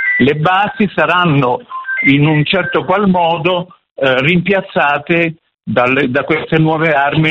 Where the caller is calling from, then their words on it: Tuscany, Italy; Siamo dalla Lunigiana, a poche decine di chilometri dal campo d'Arby, vicino Livorno.